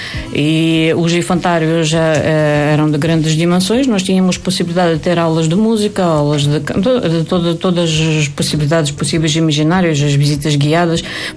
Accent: Chernobyl, Kyiv Oblast, Ukraine; Chernobyl.

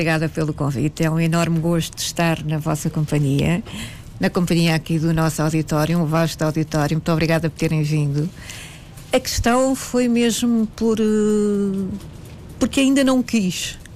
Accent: Sintra, Lisbon, Portugal; Eu não digo que sou de Sintra só porque vivo por lá perto, não. Eu nasci mesmo em Sintra, cresci em Sintra, estudei em Sintra, vivo no concelho de Sintra.

